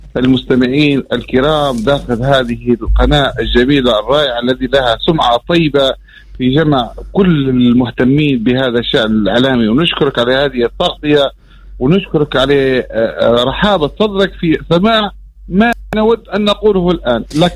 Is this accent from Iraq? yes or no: no; Libya; أنا ليبي تربطني في تونس علاقة وصداقة ورحم وأصهار وتداخل.